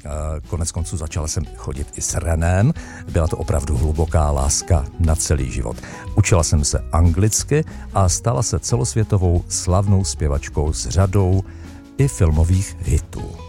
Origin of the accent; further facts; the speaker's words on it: Olomouc, Olomouc Region, Czechia; Já jsem zase z Olmíka, tuž kurňa Morava tady dneska má zastoupení.